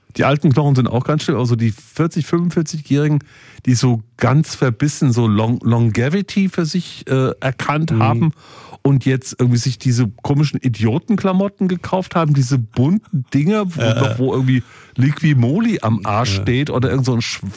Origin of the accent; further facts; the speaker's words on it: Germany; Ich bin Deutscher.